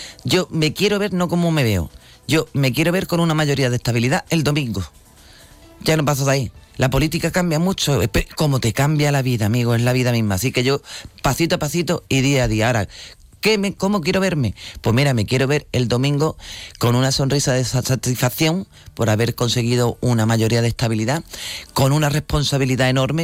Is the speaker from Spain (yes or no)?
yes; Spain; Somos españoles para todo, para lo bueno y para lo malo